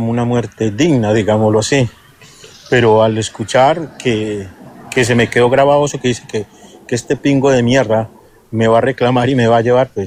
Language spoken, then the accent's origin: Spanish; Colombia; como decimos, como el colombiano